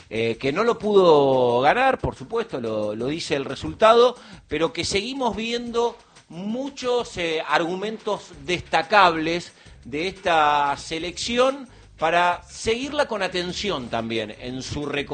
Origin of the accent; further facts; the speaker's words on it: Argentina; mientras estábamos viviendo nosotros como hinchas argentinos, ajustando algunas cuestiones de la logística para ir a ver a la selección